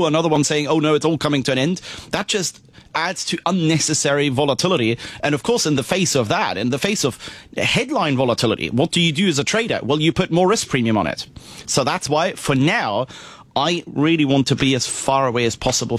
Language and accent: English; Germany; English is a second language; moved away as an adult; now in United Kingdom; I come from Germany. The German let's say, well, when these sorts of things happen in Germany, they happen behind closed doors. I remember when I came to the UK first 13 years ago